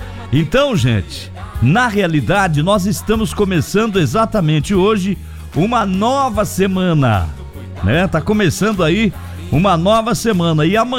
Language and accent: Portuguese; Brazil; nós, como bons brasileiros que somos